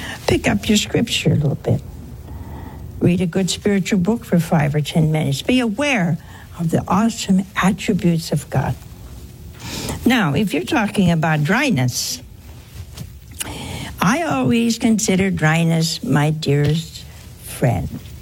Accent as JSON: {"language": "English", "region": "Ohio", "country": "United States", "tie": "born or raised there", "said": "Oh, hey, that's my home state."}